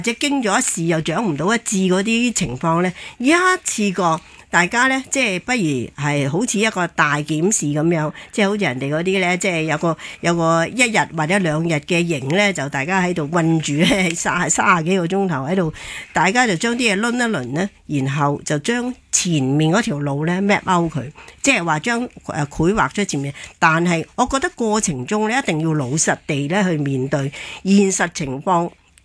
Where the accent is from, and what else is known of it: Hong Kong